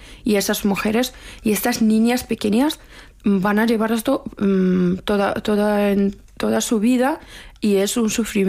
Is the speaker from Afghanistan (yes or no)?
yes; Afghanistan; Spanish is a second language; moved away; cuando yo salí de Afganistán salí con una bandera de Afganistán y no tenía nada. Pero cuando salieron mis padres, pues me trajeron este disco duro